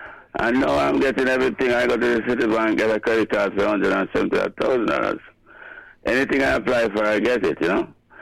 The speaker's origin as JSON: {"language": "English", "country": "Jamaica", "said": "This is a gift and I'm a Jamaican, and I please the work what you're doing for Jamaica."}